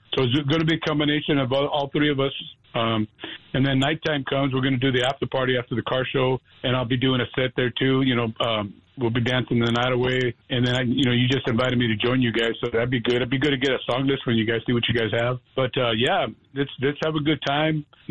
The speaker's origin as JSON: {"language": "English", "town": "Santa Barbara", "region": "California", "country": "United States", "said": "I'm from Santa Barbara, California."}